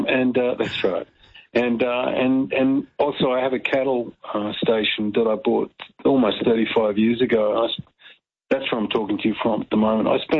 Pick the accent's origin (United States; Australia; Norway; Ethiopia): Australia; Western Australia; also born or lived in New South Wales; I was born in Western Australia and I grew up there.